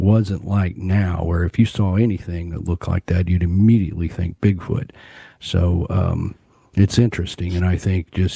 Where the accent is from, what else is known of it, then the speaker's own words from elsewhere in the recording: Fort Worth, Texas, United States; born there; I was born in Fort Worth, so this is kind of a hometown monster for me.